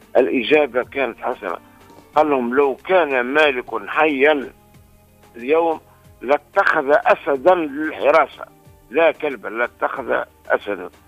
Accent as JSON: {"language": "Arabic", "country": "Tunisia"}